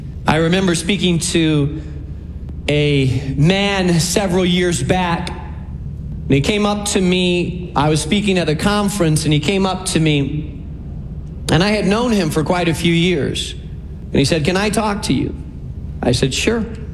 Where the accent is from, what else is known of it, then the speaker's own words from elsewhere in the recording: Chicago, Illinois, United States; I mean, we're from Chicago, so we've all experienced in the middle of a bad winter how your car gets stuck in an alley or in a parking space